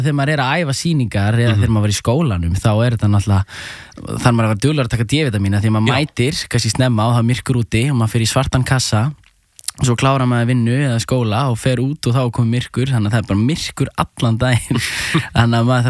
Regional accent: Reykjavík, Capital Region, Iceland; ég ólst upp í hérna í Árbænum, fyrst í Norlingaholtinu og svo í Ártúninu var ég Árbæðaskóla og hérna var æfa fótbolta með Fylki

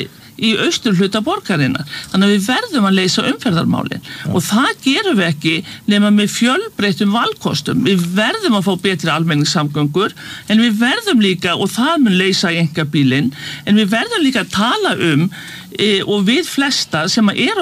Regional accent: Reykjavík, Capital Region, Iceland; en ég hef aldrei skilið það sem Breiðhyltingur.

